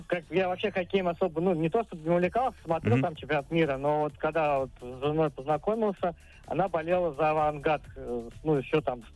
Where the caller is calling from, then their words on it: Samara, Samara Oblast, Russia; мы все оба из Самары